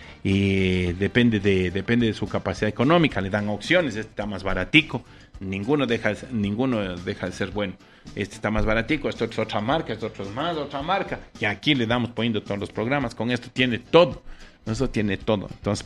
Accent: Seville, Andalusia, Spain; Sí, tío, Sevilla. Yo nací en Sevilla, en Comercial hasta la Sevilla.

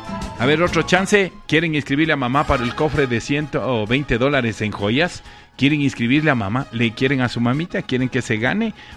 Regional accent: Spain; moved away; Voy a cumplir 60 años de vivir acá, hostia, tío. Sí, yo soy español.

